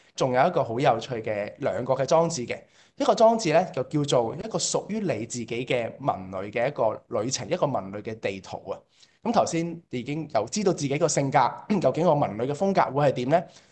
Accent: Hong Kong; 我自己本身都是香港土生土長

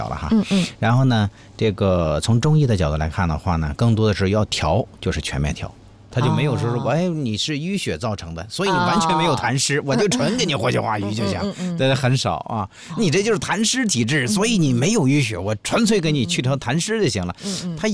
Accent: Hebei, China; 是我们河北人应该是

